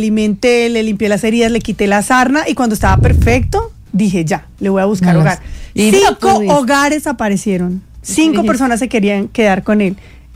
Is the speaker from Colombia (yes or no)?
yes; Manizales, Caldas, Colombia; moved away; yo soy de Manizales